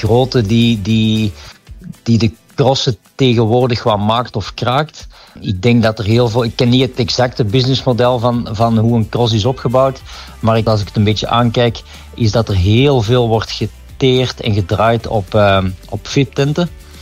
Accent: Kalmthout, Flanders, Belgium; ik ben van de streek, geboren in Kalmthout, maar ik woon al enige tijd in Essen centrum

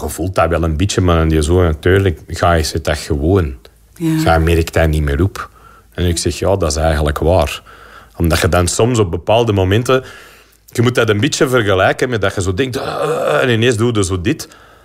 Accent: Antwerp, Belgium; maar ik ben eigenlijk van Berchem origineel. Ja. Ik ben van de Fruit of Laan, wat helemaal niet hier ver vandaan is.

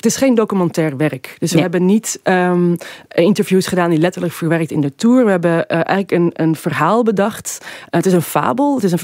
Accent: Amsterdam, North Holland, Netherlands; now in Brussels, Belgium; ik kom uit Amsterdam en woon in Brussel.

